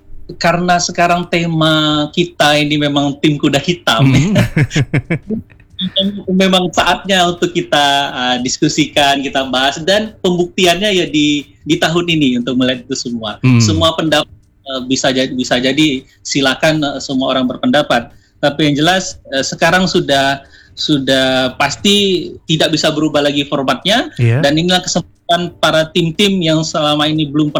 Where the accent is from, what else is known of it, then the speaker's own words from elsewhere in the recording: Indonesia; Tapi kita orang Indonesia sendiri